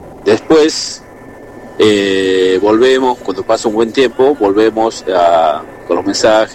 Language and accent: Spanish; Tucumán, Argentina; Yo soy de Tucumán y bueno, lo que les quería comentar, bueno, yo tengo una relación paralela.